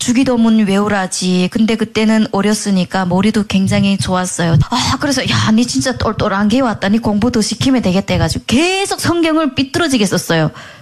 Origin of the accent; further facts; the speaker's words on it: North Korea; 우리 북한에서 왔고 하니까 이제 위험하구나 해가지고 그 순간부터는 교회를 못 나갔어요.